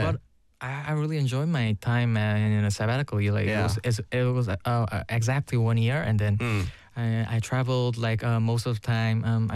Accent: South Korea; English is a second language

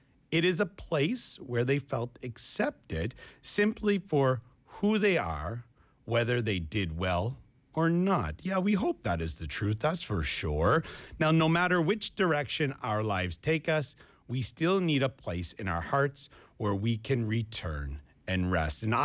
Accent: Saint John, New Brunswick, Canada; moved away as an adult; now in Busan, South Korea; my hometown is St. John, New Brunswick in Canada. This is on the east coast of Canada. My hometown is very similar to Busan. It is a port city.

